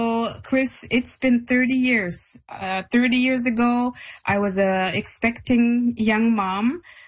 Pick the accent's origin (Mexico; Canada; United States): Canada; Resolute Bay, Nunavut; also born or lived in Ottawa; I'm from Canada's second most northern community in Resolute Bay. And Resolute Bay is very far from Ottawa, where I went to school.